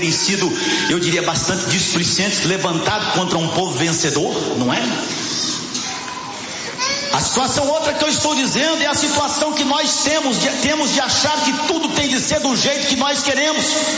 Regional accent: Rio de Janeiro, Brazil; born there; no Rio de Janeiro, é aquela coisa, eu nasci em 1961, eu nasci, tudo é carioca, tiro, nasci.

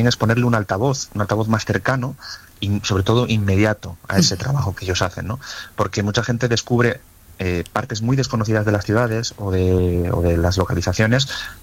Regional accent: Asturias, Spain; yo ya hice una confesión antes, que yo soy asturiano

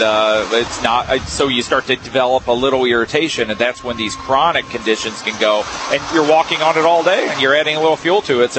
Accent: Springfield, Illinois, United States; No, I'm from Springfield.

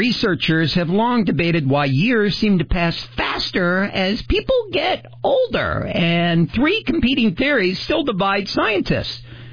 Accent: Peoria, Illinois, United States; I grew up in Peoria.

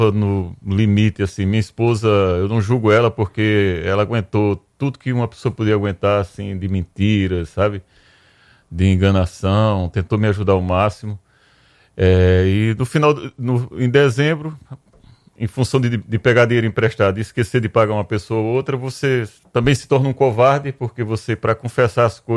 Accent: Maceió, Alagoas, Brazil; moved away as an adult; also born or lived in Goiás; now in Maceió, Brazil; eu sou servidor público federal lá em Goiás, sou daqui de Maceió, mas sou em Goiás, aí voltei para Maceió para me tratar

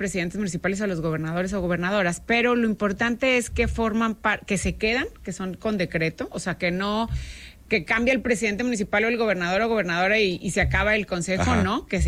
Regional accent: Nuevo León, Mexico; nos caemos, nos levantamos, nos sacudimos, como los regios, uh-huh, además, porque nos levantamos, nos sacudimos y vamos aprendemos

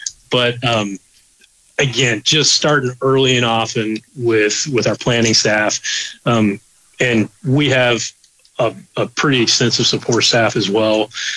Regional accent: Texas, United States; moved away as an adult; now in Alaska, United States; I'm from Texas.

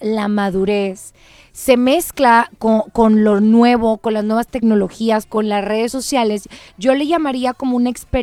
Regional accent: Nuevo León, Mexico; ¿Somos diferentes los regios, los norteños, los neoloneses a lo que hay fuera de en toda la República?

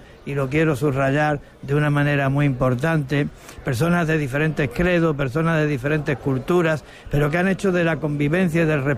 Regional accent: Ceuta, Spain; Claro, es que venimos de África, pero sin dejar de ser rocieros y sin dejar de ser España. Ceuta es una prolongación de España y de Andalucía al otro lado del estrecho

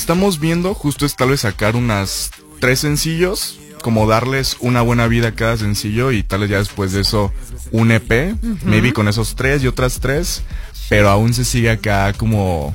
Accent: Guadalajara, Jalisco, Mexico; born there; De aquí a Chivas, porque nací en Guadalajara.

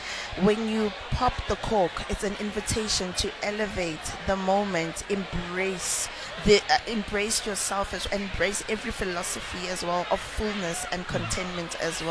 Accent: Pretoria, Gauteng, South Africa; I'm a Pretorian girl, mm-hmm. born and bred in Mamelodi.

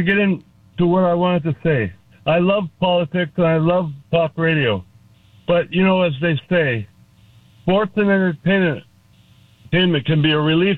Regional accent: Hollywood, California, United States; In fact, I was born and raised in Hollywood a couple years before the Dodgers came from Brooklyn.

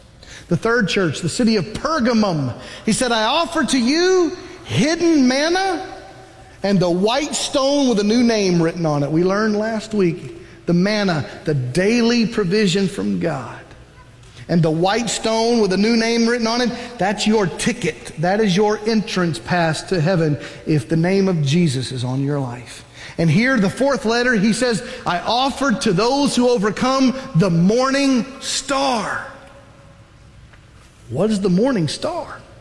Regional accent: United States; So as an American

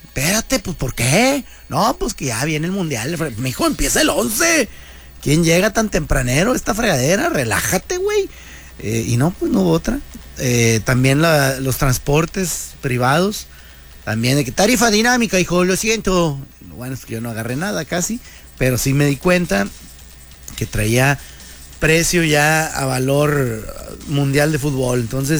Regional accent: Mexicali, Baja California, Mexico; Vengo llegando de Ciudad de México y ni empiecen a decir que ya se me pegó el acento. De ninguna manera, aquí andamos 100%, cachanillas

